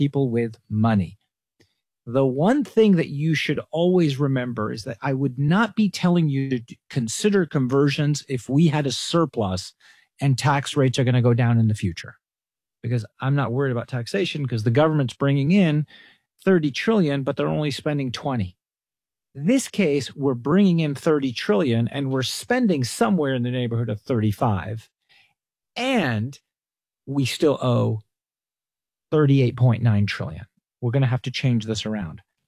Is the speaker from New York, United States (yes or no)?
no; California, United States; just for us Californians